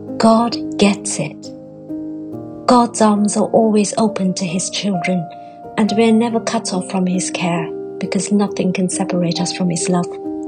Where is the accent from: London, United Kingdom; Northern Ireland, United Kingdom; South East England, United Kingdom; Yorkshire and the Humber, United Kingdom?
London, United Kingdom; Bromley; from Bromley.